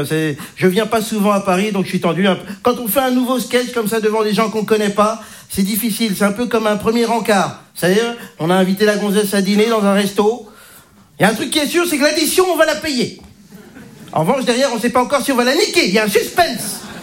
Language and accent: French; Belgium; je suis belge. Hein, je représente donc la Belgique ce soir.